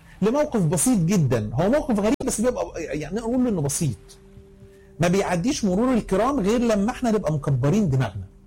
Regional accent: Egypt; وعندنا في مصر تشهد

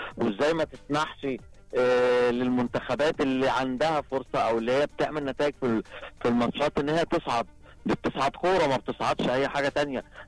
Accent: Egypt; واحنا مصريين

